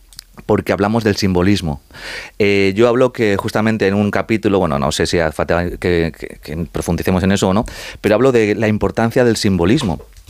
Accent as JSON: {"language": "Spanish", "town": "Madrid", "region": "Community of Madrid", "country": "Spain", "said": "te he dicho ya que soy madrileño"}